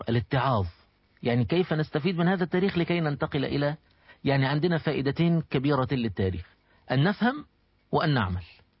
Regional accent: Egypt; باعتباري شخص مصري

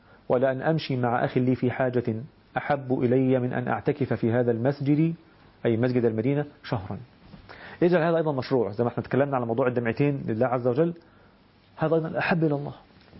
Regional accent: Egypt; احنا بنسميه عندنا في مصر

